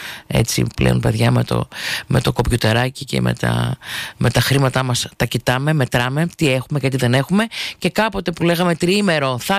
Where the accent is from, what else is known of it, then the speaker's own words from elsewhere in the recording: Thessaloniki, Central Macedonia, Greece; Μπράβο στην πόλη μου.